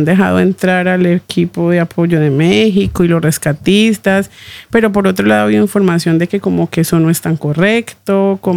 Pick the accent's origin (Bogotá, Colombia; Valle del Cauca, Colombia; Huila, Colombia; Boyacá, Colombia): Valle del Cauca, Colombia; Palmira; Pues afortunadamente el susto, como decimos, porque pues yo soy de Palmira, cerca a Cali. Y pues no hubo ni de hecho daños materiales.